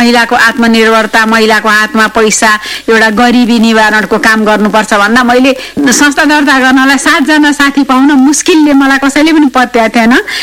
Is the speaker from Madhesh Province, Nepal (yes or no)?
no; Kathmandu, Bagmati, Nepal; born there; मेरो जन्म काठमाडौँमा भएको हो